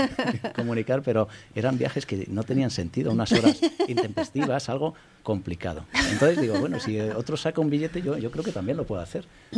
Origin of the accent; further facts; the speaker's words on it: Madrid, Community of Madrid, Spain; Sí, soy de Madrid.